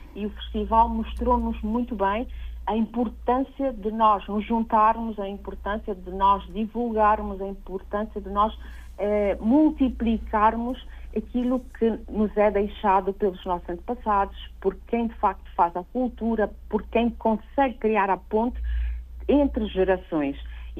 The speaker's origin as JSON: {"language": "Portuguese", "country": "Cape Verde", "said": "enquanto cabo-verdiana"}